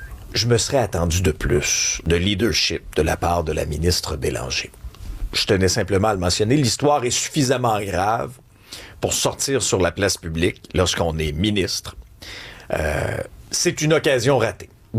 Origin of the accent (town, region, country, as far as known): Quebec, Canada